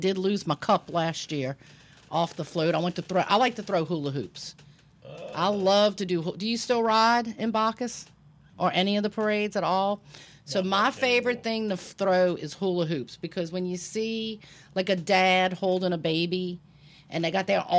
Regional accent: New Orleans, Louisiana, United States; moved away as an adult; So I am like hardcore Lakeview to the bone. I went kicking and screaming to the North Shore.

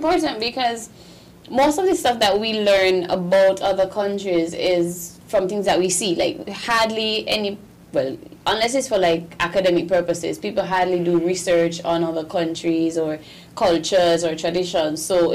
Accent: St. Kitts & Nevis; was born and raised in Sandy Point, in Dieppe Bay, etc. So when people come and they're like, oh, but you sound different. Are you from here? Like, yes, I am, but I just lived in a different part of the island.

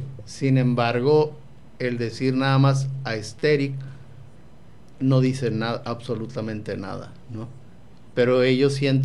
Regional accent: Tijuana, Baja California, Mexico; Bueno, yo ya no nací en la Altamira. Mis padres son de la colonia Altamira. Yo ya nací en Playas de Tijuana y ahí he vivido desde que nací.

